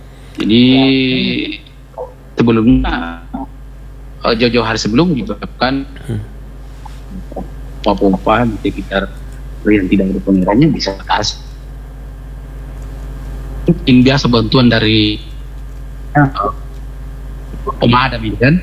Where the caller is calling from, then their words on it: Pinrang, South Sulawesi, Indonesia; Di Kabupaten Pintrang kalau di daerah saya, Kecamatan Lembang ini termasuk kecamatan yang paling parah ya